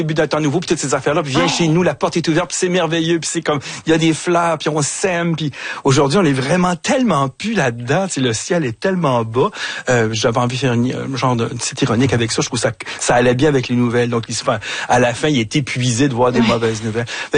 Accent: Montreal, Quebec, Canada; Je suis un vrai Montréalais né ici. J'ai jamais traversé les ponts, mais presque, tu sais. Je suis toujours sur l'île.

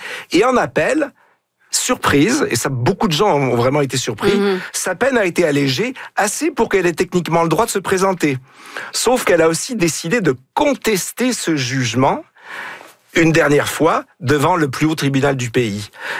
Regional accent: Quebec, Canada; de comparer un peu ce qui se passe chez nous au Québec et au Canada et ce qui se passe un peu en France.

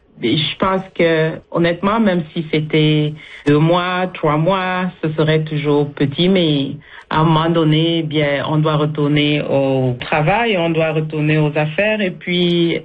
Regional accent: Bafoussam, West, Cameroon; now in Canada; au Cameroun, en Afrique, où j'ai eu le plaisir de passer quelques temps avec ma famille dans ma ville natale à Bafoussam.

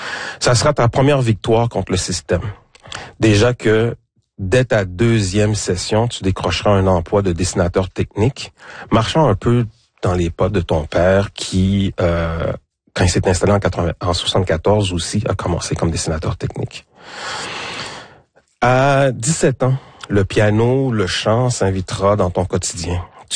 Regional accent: Quebec, Canada; on est Québécois mais on est d'origine haïtienne

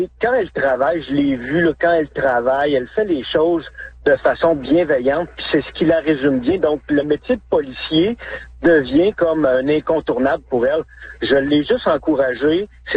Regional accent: Quebec, Canada; born or raised there; also born or lived in Saguenay-Lac-Saint-Jean

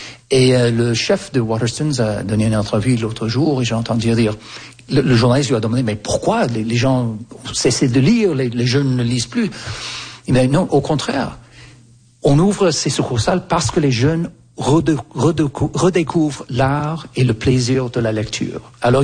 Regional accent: Canada; born or raised there

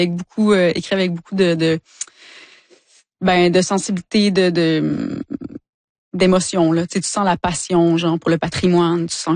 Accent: Quebec, Canada; Ouais, ma famille vient du bas du fleuve okay. aussi, mais ouais, j'ai grandi en Gaspésie.

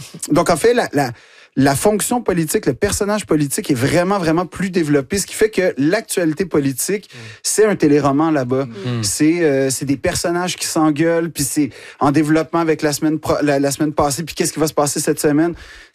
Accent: Quebec, Canada; J'essaie de si il me regarde de haut du fait que je suis Québécois

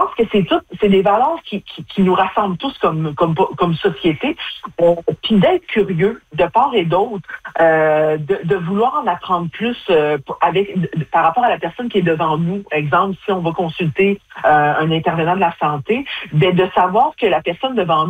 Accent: Baie-Comeau, Quebec, Canada; also born or lived in Pessamit; je suis originaire de la communauté pessamite, mais moi, je suis née à Baie-Comeau, j'ai grandi à Baie-Comeau, donc je fais partie de cette génération-là.

